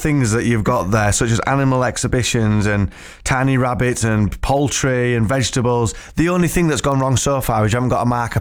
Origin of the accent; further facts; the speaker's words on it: Whitby, Yorkshire and the Humber, United Kingdom; ever since I was a bairn growing up in Whitby.